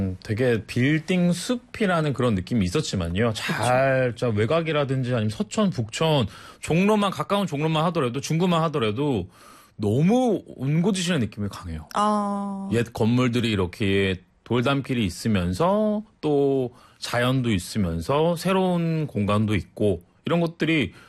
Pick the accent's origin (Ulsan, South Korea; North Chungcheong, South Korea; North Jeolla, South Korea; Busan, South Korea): North Chungcheong, South Korea; Ochang; moved away as an adult; also born or lived in Cheongju / Cheonan; now in Seoul, South Korea; 저는 원래 충북 오창에서 태어나서 또 청주랑 천안이랑 계속 왔다 갔다 하다가 20살쯤 해가지고 올라왔죠. 상경했죠.